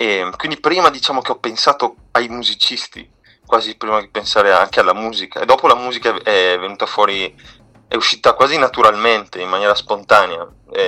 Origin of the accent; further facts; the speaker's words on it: Chioggia, Veneto, Italy; accent: Chioggiotto; E poi chiaramente io vengo da Chioggia